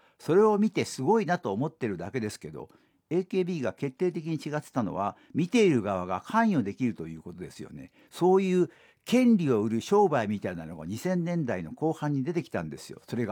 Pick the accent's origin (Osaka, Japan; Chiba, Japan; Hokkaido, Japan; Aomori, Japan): Osaka, Japan; accent: Osaka dialect; なんで僕大阪弁になって